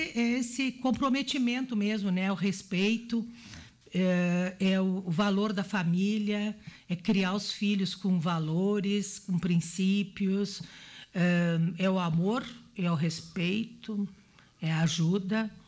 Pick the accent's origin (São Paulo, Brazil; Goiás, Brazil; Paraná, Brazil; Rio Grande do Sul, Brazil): Rio Grande do Sul, Brazil; Passo Fundo; Eu sou oriunda de Passo Fundo.